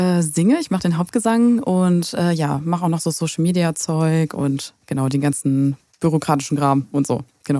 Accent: Goldberg, Mecklenburg-Vorpommern, Germany; Wir sind aus Goldberg, genau, das haben wir gar nicht erwähnt. Ja, da bei Güstrow.

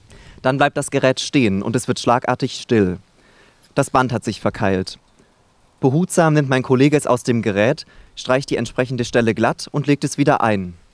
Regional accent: Saxony, Germany; born there; moved away as an adult; now in Rostock, Germany; Ich bin in der Nähe von Leipzig geboren

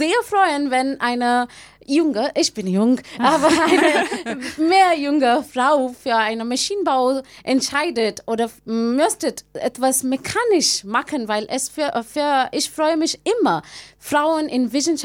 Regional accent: India; hatte ich für mich diesen Kurs gesucht in einer anderen Stadt in Indien. Davor hatte ich auch von meiner Heimat, davor muss ich von meiner Heimat umsehen, so ein anderer Ort, sehr weit weg.

